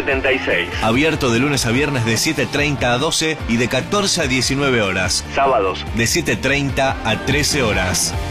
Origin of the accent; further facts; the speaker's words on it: Udine, Friuli-Venezia Giulia, Italy; Soy de Udine.